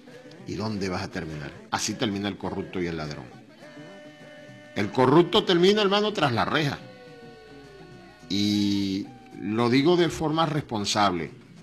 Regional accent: Venezuela

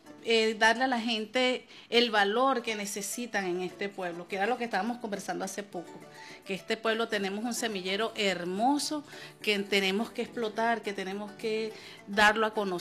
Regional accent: Caracas, Capital District, Venezuela; born there; now in Píritu, Venezuela; yo tengo mi gente allá en el estado Lara. Y ya yo no digo que soy caraqueña, porque yo soy nacida en Caracas, pero ya tengo aquí más de 30 años.

